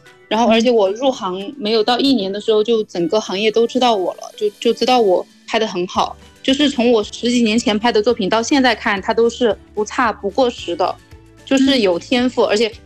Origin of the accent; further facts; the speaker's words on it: Sichuan, China; moved away as an adult; now in Hainan, China; 我是四川人